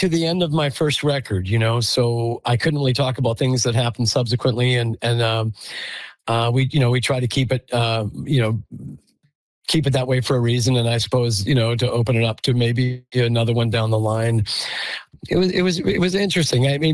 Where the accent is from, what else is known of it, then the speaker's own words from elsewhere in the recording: Saskatchewan, Canada; now in Vancouver, Canada; I grew up in Saskatchewan